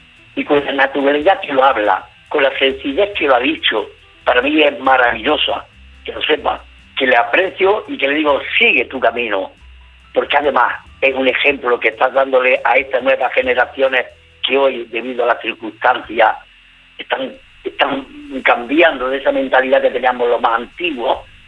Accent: Granada, Andalusia, Spain; now in Linares, Spain; Por decirte que soy granaíno, soy andaluz.

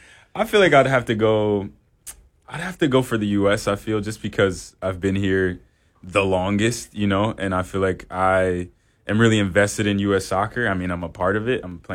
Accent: Evanston, Illinois, United States; My first sport was like probably hockey because I was growing up in Chicago.

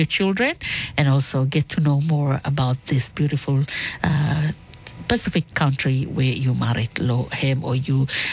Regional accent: Tuvalu; I'm too from Tuvalu, and me like for say happy Tuvalu Language Week to my more like my younger siblings

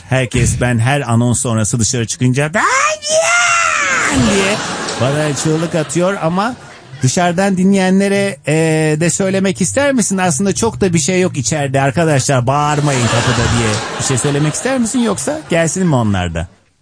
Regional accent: Kars, Turkey; born or raised there; moved away

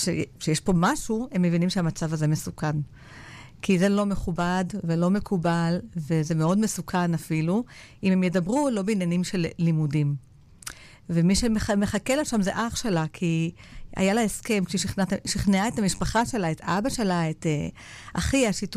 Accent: Southern District, Israel; born there; אני תושבת הנגב, אני נולדתי בנגב, אני גרה כאן.

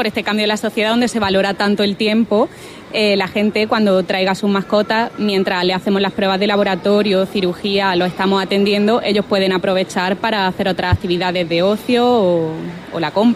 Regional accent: Granada, Andalusia, Spain; born there; Granada, que es mi ciudad natal y le tengo un cariño especial.

